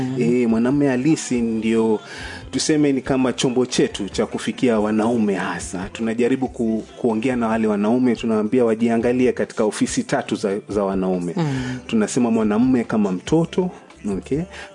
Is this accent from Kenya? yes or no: yes; Mombasa, Mombasa County, Kenya; Na mimi ni mzaliwa pwani wa Kenya, mji unaojulikana kama Mombasa. Nimezaliwa huko Mombasa, nimelelewa Mombasa, kwa hivyo mimi ni mwenyeji wa pale Mombasa.